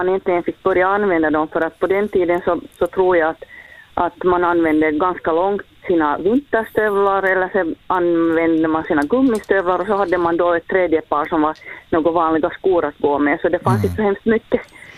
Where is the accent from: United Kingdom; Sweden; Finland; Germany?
Finland; Hanko, Uusimaa; Hör du, jag har vuxit upp i Hangö